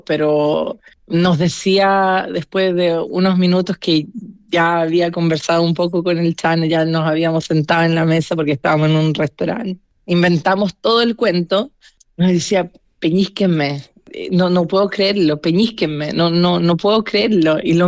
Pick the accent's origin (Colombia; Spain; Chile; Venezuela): Chile; Es que yo soy más chilena que los porotos, tú lo sabes muy bien. Y a mí me encanta Chile, lo amo, lo siento como mi tierra.